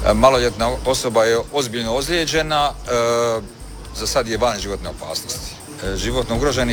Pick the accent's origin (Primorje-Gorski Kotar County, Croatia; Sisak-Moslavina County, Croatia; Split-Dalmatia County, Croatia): Split-Dalmatia County, Croatia; Omiš; Ja sam iz Omiša i primate pacijente koji su vaši sugrađani